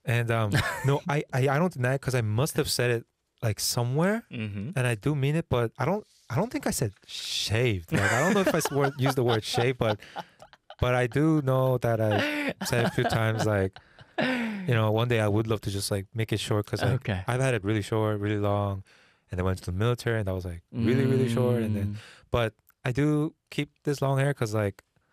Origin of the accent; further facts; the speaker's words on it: Vancouver, British Columbia, Canada; also born or lived in South Korea; I was born in Korea and I moved to Vancouver, Canada when I was in fourth grade, okay. elementary school. Mm. And since then, I graduated high school. In Vancouver, and then went to school in Philly and so on.